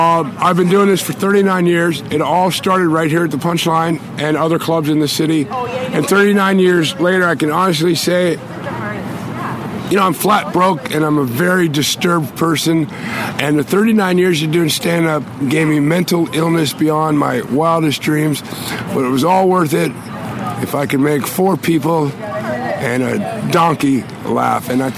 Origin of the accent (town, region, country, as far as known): Wheeling, West Virginia, United States; also born or lived in Hollywood; now in Toronto, Canada